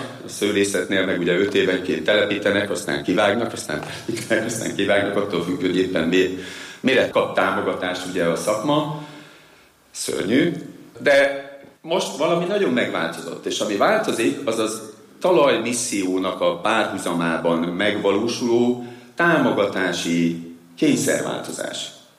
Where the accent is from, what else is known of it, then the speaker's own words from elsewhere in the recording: Hungary; És amikor Amerikába kimentem, és mondtam, hogy magyar vagyok